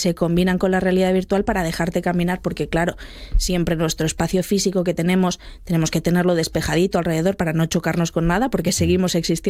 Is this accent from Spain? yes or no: yes; Asturias, Spain; los que somos asturianos sabemos escanciar ya bastante bien, ya vamos con ello en la sangre